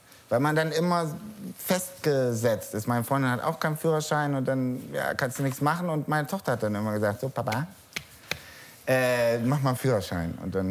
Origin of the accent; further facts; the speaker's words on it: Hamburg, Germany; Also ich bin Hamburger, da hab das nie gebraucht.